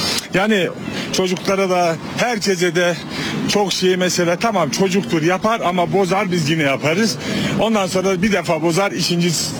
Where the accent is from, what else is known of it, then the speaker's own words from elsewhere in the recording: Şırnak, Şırnak Province, Turkey; Siyah ve beyaz kadar farklı. Bak ne kadar güzel memleketim ya.